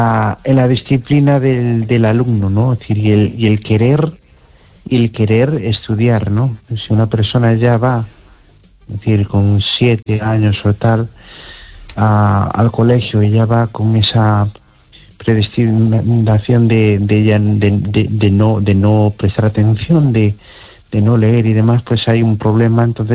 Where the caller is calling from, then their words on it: Amoeiro, Galicia, Spain; de Amoeiro.